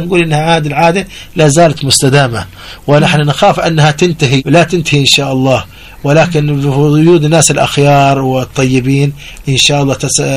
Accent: Mukalla, Hadramaut, Yemen; نحن عندنا في المكلة طبعا يا المسحرات هو ينبه الناس في وقت دخول السحور

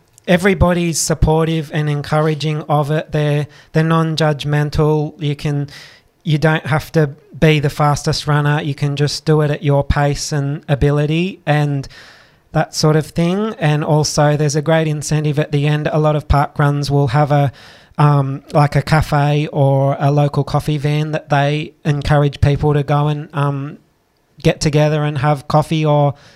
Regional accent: New South Wales, Australia; I did Huskisson Park Run because I'm from Jervis Bay area on the south coast of New South Wales, yep.

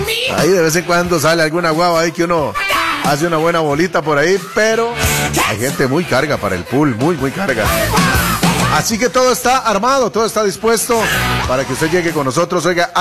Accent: San José, Costa Rica; yo vivía en Zapote, ahí fue donde yo nací.

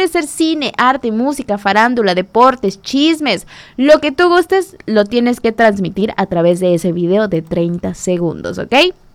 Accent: Mexico

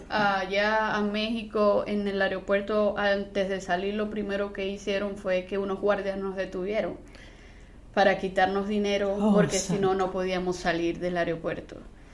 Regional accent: Venezuela; moved away as an adult; Mi esposo y yo, desde que nosotros salimos de allá

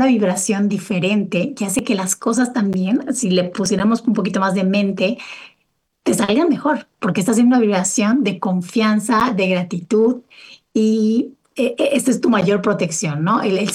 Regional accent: Mexico; quienes crecimos en México

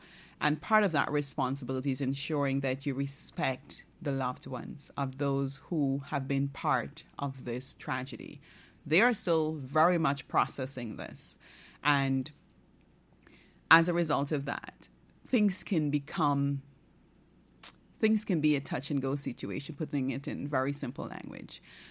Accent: Barima-Waini, Guyana; pray for Region 1, period. I am from Region 1. I have never traveled with a ferry.

